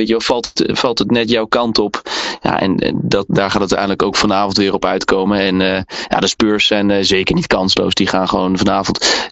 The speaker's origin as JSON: {"language": "Dutch", "country": "Netherlands"}